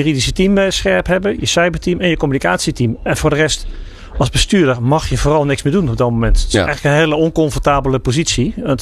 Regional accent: Netherlands; wij zijn Hollanders

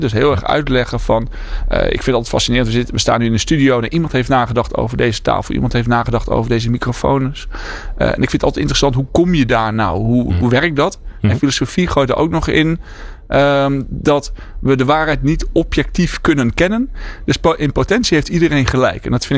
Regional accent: Heerhugowaard, North Holland, Netherlands; moved away as an adult; also born or lived in Groningen; En ik kwam uit Heerhugowaard. Dat ligt bij Alkmaar. En ik was dus nieuw in Groningen.

